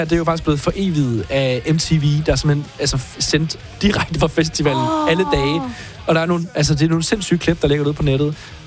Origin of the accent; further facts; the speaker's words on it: Herning, Central Denmark Region, Denmark; Jeg er fra Herning, så det var meget fint.